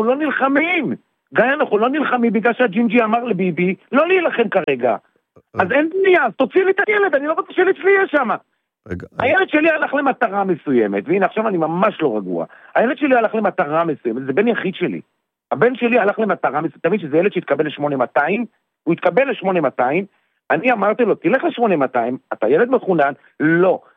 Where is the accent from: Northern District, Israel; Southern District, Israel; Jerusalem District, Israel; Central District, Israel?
Central District, Israel; אני מהמרכז.